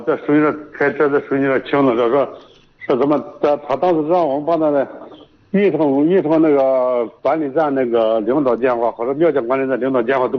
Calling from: Wanrong, Shanxi, China

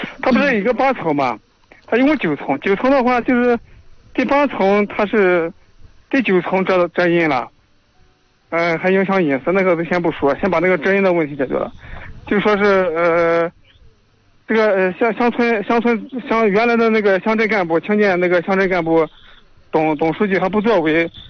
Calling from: Hejin, Shanxi, China; 我是河津青涧的。

